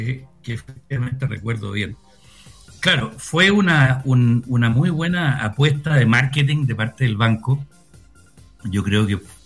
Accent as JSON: {"language": "Spanish", "country": "Chile"}